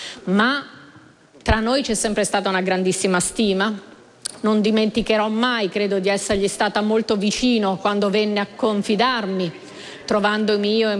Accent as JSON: {"language": "Italian", "region": "Trentino-Alto Adige", "country": "Italy", "said": "la mia terra, il Trentino Alto Adige"}